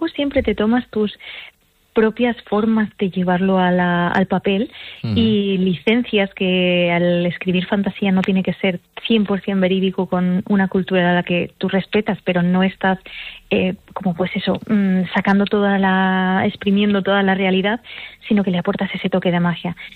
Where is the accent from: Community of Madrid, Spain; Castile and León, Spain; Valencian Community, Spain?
Castile and León, Spain; León; now in Gran Canaria, Spain; Sí, aunque yo soy de León, con un poco de alma asturiana, pues siempre he veraneado por Gijón.